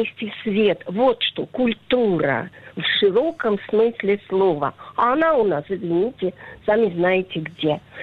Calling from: Izhevsk, Udmurtia, Russia; Я из Ижевска звоню.

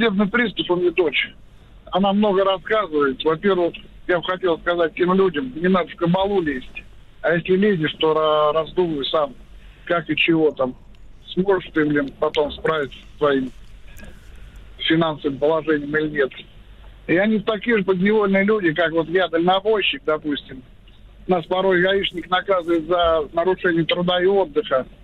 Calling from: Tambov, Tambov Oblast, Russia; Да, город Тамбов.

